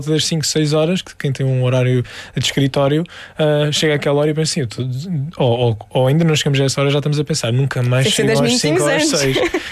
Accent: Faro, Portugal; Sim, eu acho que isso é também um preconceito nosso em dizer eu sou algarvio.

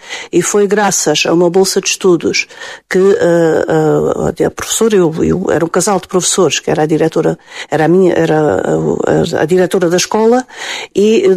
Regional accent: Galveias, Alentejo, Portugal; moved away as an adult; E até 1979, aos 18 anos, que saí das Galveias

